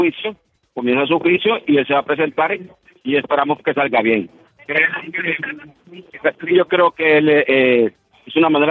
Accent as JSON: {"language": "Spanish", "country": "Honduras", "said": "estoy aquí en condición como hondureño"}